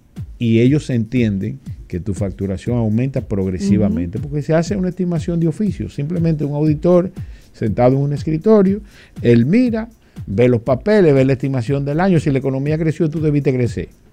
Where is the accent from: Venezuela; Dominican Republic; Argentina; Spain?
Dominican Republic; en un sistema tributario como el dominicano, donde habemos 11 millones de ciudadanos, no es un país relativamente grande